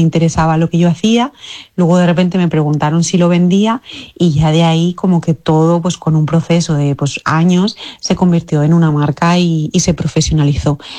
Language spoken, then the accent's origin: Spanish; Valencia, Valencian Community, Spain; que llegamos a crear incluso en Valencia, que es de donde yo soy, un club de bordado